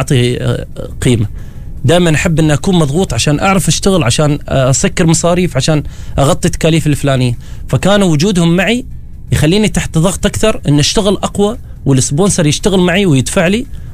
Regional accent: Oman; now in Qatar; إحنا كطبعنا كعمانيين وأنا عشت في قطر،

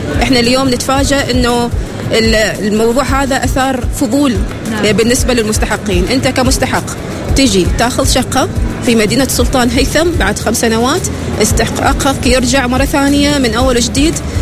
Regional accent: Oman; من ضمن الأسئلة كان أنه إيش أنا راح أستفيد أنا كعماني، وكيف إيش الخيارات المناسبة لي؟

